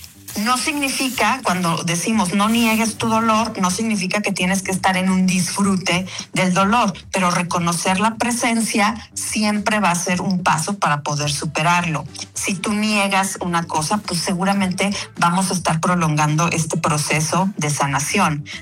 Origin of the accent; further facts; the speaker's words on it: Mexico; sigamos asociando como cultura, como mexicanos